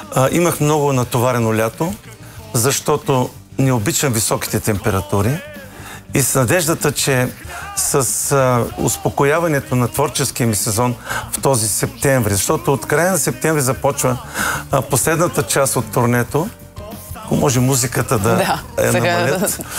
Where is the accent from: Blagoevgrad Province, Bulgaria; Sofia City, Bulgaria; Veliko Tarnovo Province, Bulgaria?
Veliko Tarnovo Province, Bulgaria; Polski Trambesh; born or raised there; moved away